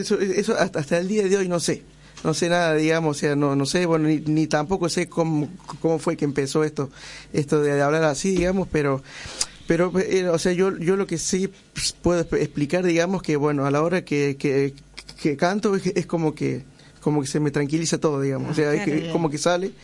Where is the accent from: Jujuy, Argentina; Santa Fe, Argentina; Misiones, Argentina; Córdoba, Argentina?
Córdoba, Argentina; Mira, sí, yo soy de Córdoba, capital.